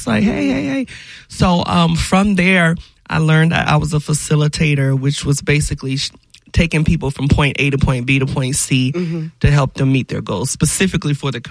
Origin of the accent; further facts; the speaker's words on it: Orlando, Florida, United States; Well, I grew up in Pine Hills, Orlando. You know, graduated from Evans High School.